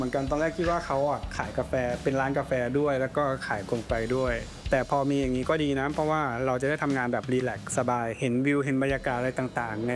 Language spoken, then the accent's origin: Thai; Udon Thani, Thailand; now in Bangkok, Thailand; เป็นคนอุดรครับผม